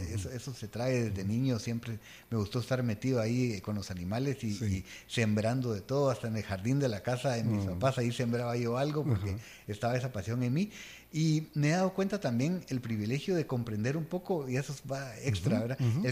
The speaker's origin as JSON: {"language": "Spanish", "country": "Guatemala", "said": "en Guatemala nosotros decimos vamos con todo"}